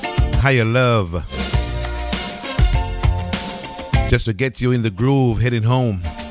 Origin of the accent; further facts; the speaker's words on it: Jamaica; I'm here from Jamaica.